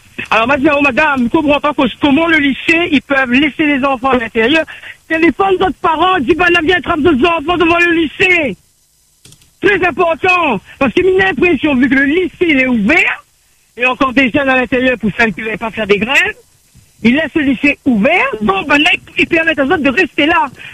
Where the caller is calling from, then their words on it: Saint-Pierre, Réunion; Moi, je suis à Saint-Pierre, devant le lycée Paul Hermann.